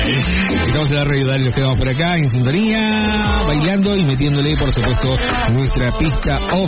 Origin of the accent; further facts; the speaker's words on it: Argentina; Soy argentino, sí, está todo bien, pero hay que reconocer las cosas como son, ¿eh?